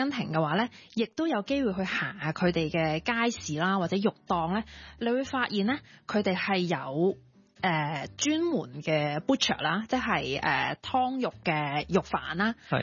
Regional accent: Guangdong, China; 佢哋係即係唔似我哋廣東人咁樣啦，會去醃啲肉啦

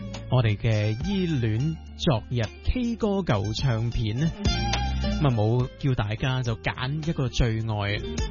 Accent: Hong Kong; 咁即係身為香港人啦

